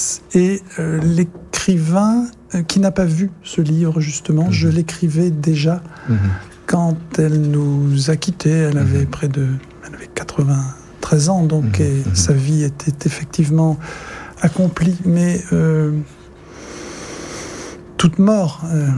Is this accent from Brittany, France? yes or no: yes; Brittany, France; donc je suis un breton consubstantiel